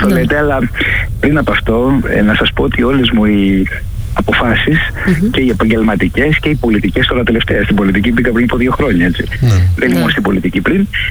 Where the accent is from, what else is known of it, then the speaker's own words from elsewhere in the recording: Greece; εμείς σαν Έλληνες